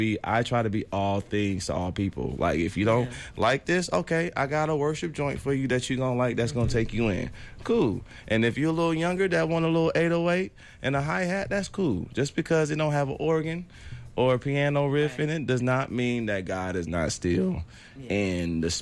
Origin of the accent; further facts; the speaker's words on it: California, United States; I'm from California, okay. So my lingo is a little different.